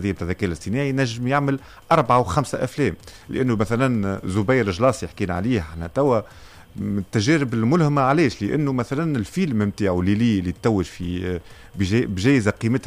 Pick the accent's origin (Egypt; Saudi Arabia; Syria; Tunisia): Tunisia; كما نقولوا احنا تونسيه